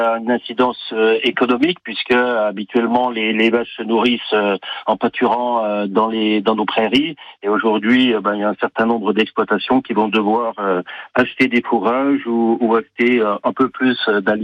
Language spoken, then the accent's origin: French; Bourgogne-Franche-Comté, France; chez nous en Franche-Comté